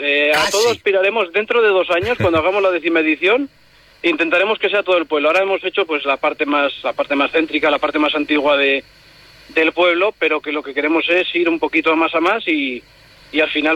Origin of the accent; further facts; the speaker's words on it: El Rasillo, La Rioja, Spain; si solamente colocamos velas los que somos de aquí del Rasillo, pues es una cosa como que te lo encuentras hecha